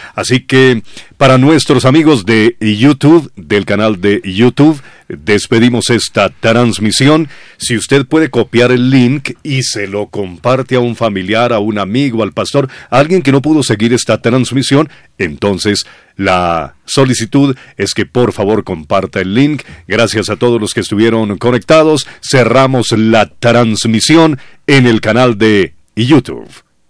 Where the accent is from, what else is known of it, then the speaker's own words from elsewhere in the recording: Colombia; now in Bogotá, Colombia; así hablamos los colombianos, sobre todo aquí en Bogotá